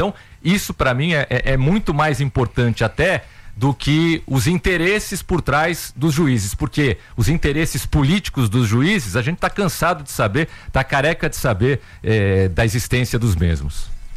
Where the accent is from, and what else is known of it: Brazil